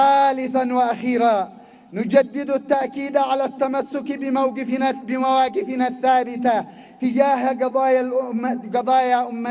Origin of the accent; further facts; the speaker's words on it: Yemen; فنحن كشعب يمني أنفسنا وأرواحنا وحياتنا وأموالنا وما نملك في فداء لمكة المكرمة